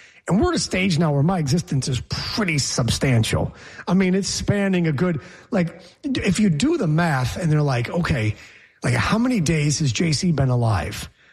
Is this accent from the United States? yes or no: yes; Geneva, New York, United States; now in Philadelphia, United States; So it wasn't until I drove from Philly back to my hometown of Geneva, New York, to go see the family for the weekend and my baby nephew.